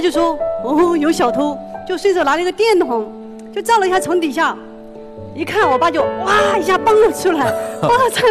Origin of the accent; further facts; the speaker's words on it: Guizhou, China; 我来自于贵州的山区里面，我现在是一名美甲师。